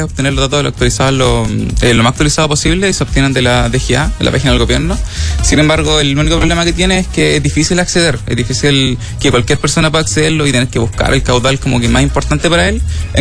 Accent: Lontué, Maule, Chile; Yo acá soy de Lontué, acá siempre estamos preocupados porque tenemos un río que es el río Lontué, que tiene un caudal bastante grande

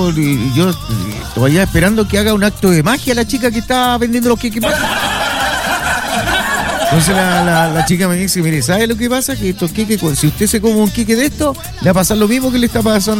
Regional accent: Valparaíso, Chile; born there; Yo soy nacido en Valparaíso, pero Valparaíso está tirada.

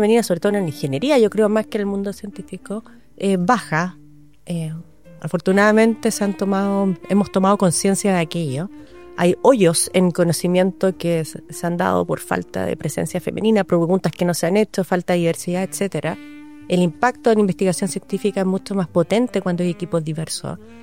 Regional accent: Viña del Mar, Valparaíso, Chile; O sea, perdón, nací en Viña del Mar. Estuve parte de mi vida en Viña del Mar y después me

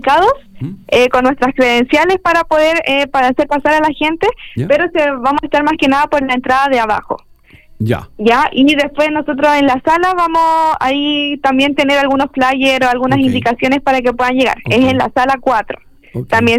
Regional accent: Valparaíso, Chile; Vamos a hablar de nuestra identidad como porteños, ¿ya?

